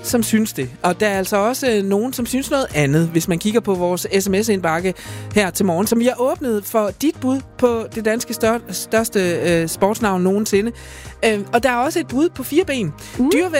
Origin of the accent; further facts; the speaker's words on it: Skive, Central Denmark Region, Denmark; jeg er jo selv fra Skive.